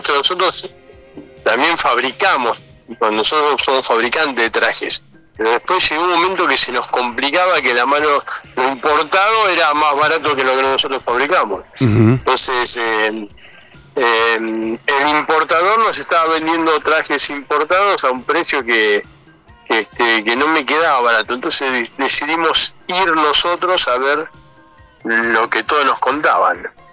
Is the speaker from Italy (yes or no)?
no; Argentina; te pregunta de qué país sos, obviamente, y cuando vos decís de Argentina